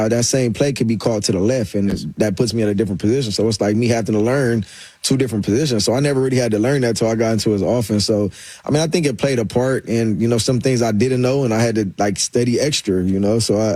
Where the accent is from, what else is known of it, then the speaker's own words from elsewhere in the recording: Los Angeles, California, United States; Growing up in Los Angeles, California, drug abuse, violence, I mean, it's just a lot.